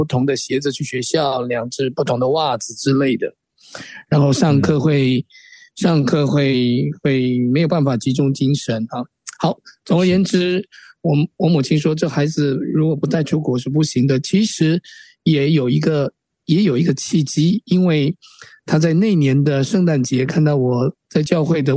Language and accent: Chinese; Fengyuan, Taichung, Taiwan; moved away as an adult; now in Argentina; 那我在台湾的台中出生，那在丰原长大，14岁来到阿根廷。